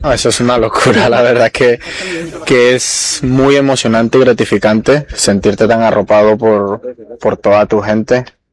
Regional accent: Colombia; yo creo que sabemos cómo no somos nosotros los colombianos en ese sentido

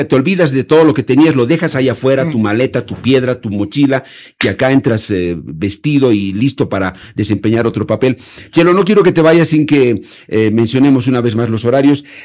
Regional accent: Bolivia

